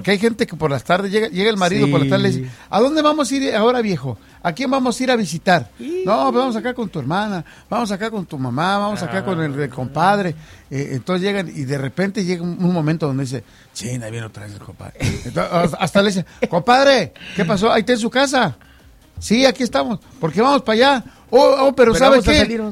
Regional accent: Mexico; Nosotros los mexicanos sí somos bien alegres.

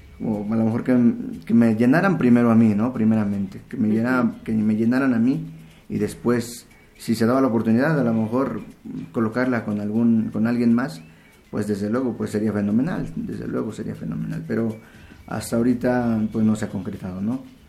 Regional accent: Totolac, Tlaxcala, Mexico; yo soy originario de Totolac, okay. Tlaxcala, uh-huh. El municipio de Totolac.

